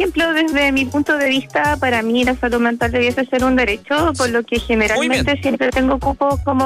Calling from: Quillota, Valparaíso, Chile; de Quillota.

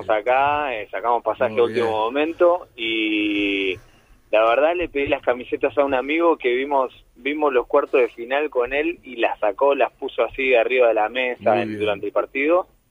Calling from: Buenos Aires, Argentina; Somos de Capital.

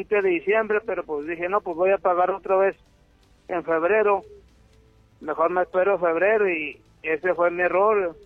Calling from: Ciudad Juárez, Chihuahua, Mexico; Aquí de Horizontes del Sur.

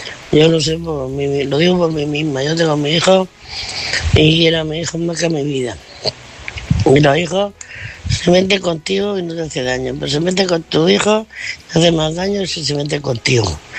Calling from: Murcia, Region of Murcia, Spain; de Murcia

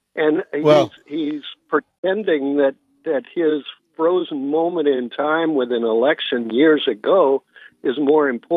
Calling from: San Francisco, California, United States; I'm the guy from San Francisco, and you remember a couple of years ago we had the hellish wildfire smoke.

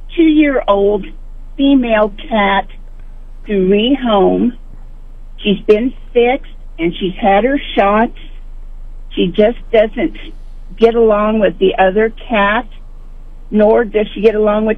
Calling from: Chillicothe, Missouri, United States; we're in Chillicothe

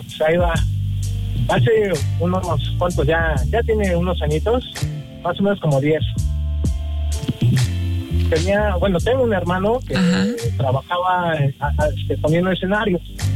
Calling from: Mexico City, Mexico; nosotros somos de Xochimilco.

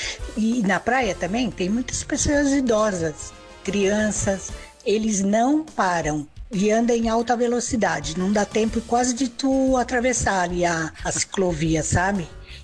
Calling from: Santos, São Paulo, Brazil; eu sou de Santos.

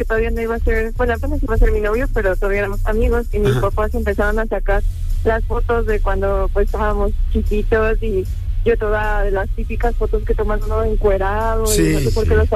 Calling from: Mexico City, Mexico; Aquí en la colonia Roma.

